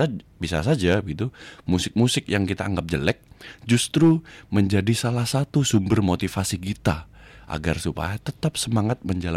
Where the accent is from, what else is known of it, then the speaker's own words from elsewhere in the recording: Jember, East Java, Indonesia; kita sebagai warga Jember